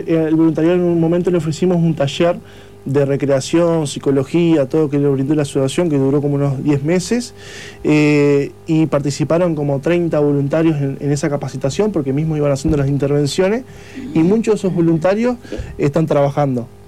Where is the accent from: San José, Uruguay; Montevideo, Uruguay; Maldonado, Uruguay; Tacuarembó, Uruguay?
Maldonado, Uruguay; Cuando yo me crié en Maldonado Nuevo, cuando yo era chico, que había asentamiento